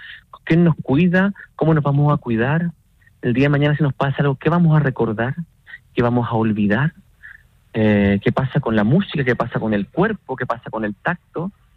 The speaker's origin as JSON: {"language": "Spanish", "country": "Chile", "moved": "yes", "said": "Yo nací en dictadura militar."}